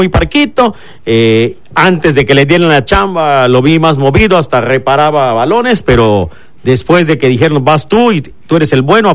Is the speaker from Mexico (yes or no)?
yes; Mexico